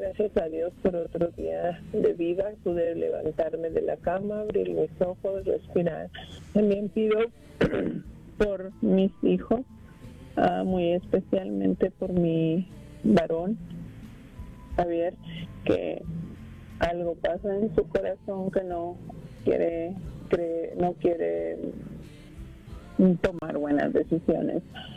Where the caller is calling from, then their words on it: Denver, Colorado, United States; de la 1340 de Denver, Colorado.